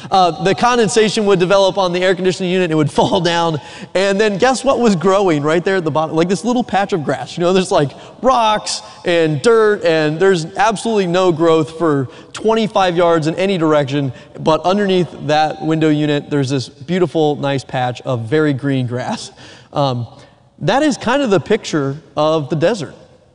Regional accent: Raleigh, North Carolina, United States; Growing up on the East Coast in Raleigh area of North Carolina, growing up in the luscious green grass areas of the world

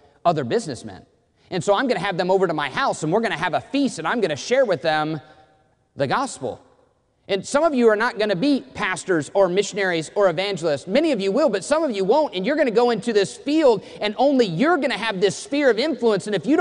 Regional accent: Indiana, United States; I grew up in Indiana, so my dad was a big Hoosier fan.

